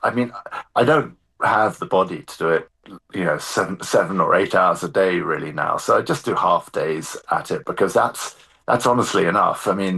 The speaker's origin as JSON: {"language": "English", "region": "England", "country": "United Kingdom", "said": "I mean, I'm from Southern England, you know, which is not an area with stone walls."}